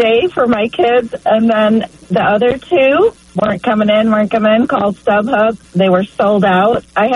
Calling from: Oswego, Illinois, United States; Oswego, Illinois.

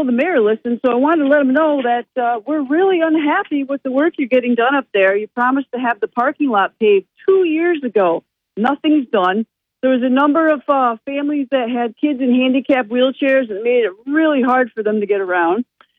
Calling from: Binghamton, New York, United States; from Binghamton.

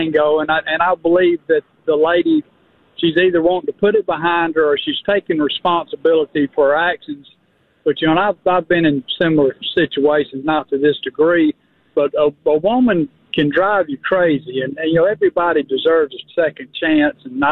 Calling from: Tallapoosa, Georgia, United States; Tallapoosa.

